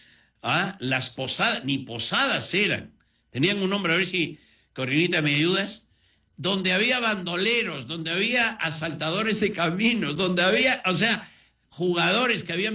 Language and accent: Spanish; Castile and León, Spain; comparado con la ribera del Órbigo, del río Órbigo, que es donde está mi pueblo, es una ribera productiva.